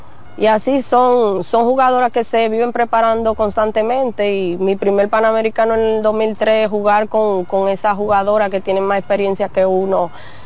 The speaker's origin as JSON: {"language": "Spanish", "country": "Dominican Republic"}